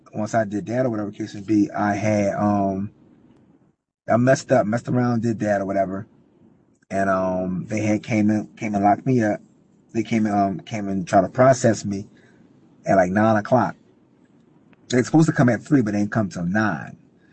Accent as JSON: {"language": "English", "town": "Philadelphia", "region": "Pennsylvania", "country": "United States", "said": "I'm from Philly."}